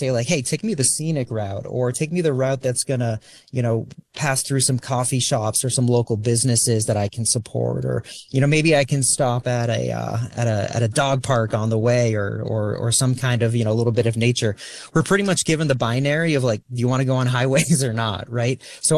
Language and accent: English; New England, United States; now in California, United States; I'm calling in from my hometown. I live in California, but I grew up in New England, and I know these roads like the back of my hand